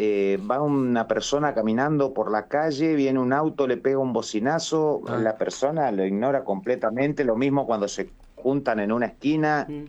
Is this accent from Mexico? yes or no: no; Argentina; nos preguntan de dónde sos. De Argentina, le digo.